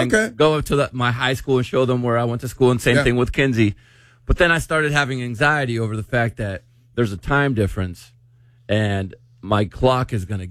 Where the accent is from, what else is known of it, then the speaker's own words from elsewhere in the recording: San Diego, California, United States; born there; moved away; also born or lived in Mexico; San Diego, which is where we grew up. She was born there, and I immigrated there from Mexico.